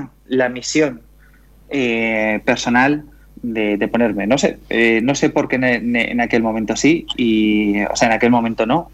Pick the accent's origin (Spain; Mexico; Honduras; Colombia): Spain; Tarragona, Catalonia; cuando caminaba por mi ciudad natal, en Tarragona